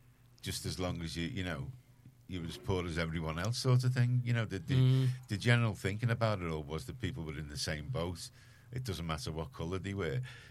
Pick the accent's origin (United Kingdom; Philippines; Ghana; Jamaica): United Kingdom; Liverpool, North West England; I grew up in Garston, and you know, there wasn't a lot of black people there